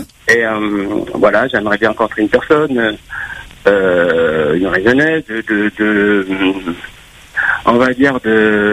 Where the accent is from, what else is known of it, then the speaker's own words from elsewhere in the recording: Le Port, Réunion; now in Metropolitan France; Hein. Je suis réunionnais, donc là, Je suis né, j'ai grandi à La Réunion, hein. Je suis portois.